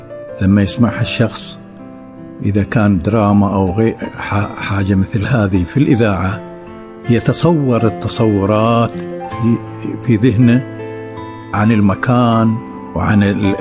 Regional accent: Diyah, Capital Governorate, Bahrain; أنا من الديه.

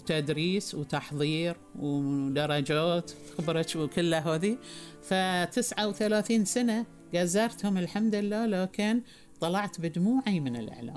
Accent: Bahrain; قالت هذه بروين زينة أول مذيعة عندنا في البحرين، وأنا مو بأول مذيعة

